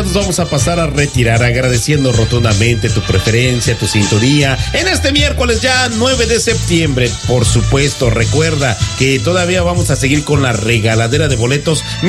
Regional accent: Mexico; Se aproxima ya un fin de semana feriado, bueno, para nosotros como mexicanos, ¿verdad? Que ya vamos a empezar a celebrar las fiestas patrias.

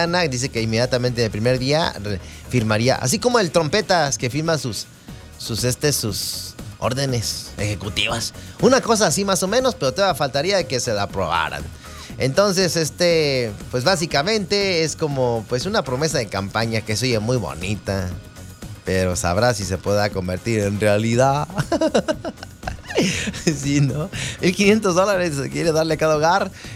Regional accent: Mexico; Sí, somos mexicanos

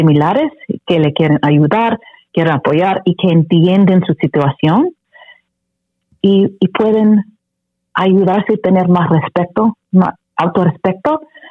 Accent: Arizona, United States; Spanish is a second language; Yo crecí en Arizona y pasé un poco tiempo en México y no sé, siempre he estado un lenguaje que me encanta.

